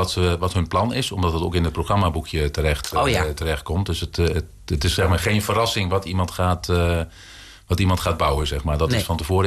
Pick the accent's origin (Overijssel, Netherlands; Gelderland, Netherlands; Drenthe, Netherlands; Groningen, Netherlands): Overijssel, Netherlands; Zwartsluis; born there; moved away as an adult; now in Giethoorn, Netherlands; Ik kom oorspronkelijk niet uit Giethoorn, maar uit Zwartsluis. Aha. En ik heb jong jochie in Giethoorn gewoond.